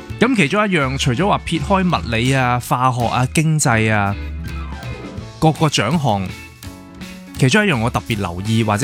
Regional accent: Hong Kong; 我哋香港人

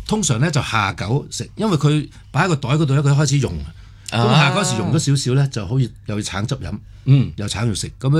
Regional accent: Cheung Chau, Islands, Hong Kong; 跟住我咧就搬咗去長洲住。其實我長洲住咗個係啊，嗰個童年喺長洲住。長洲嗰段時間咧，我係印象好深嘅，因為嗰陣時咧係周街走。

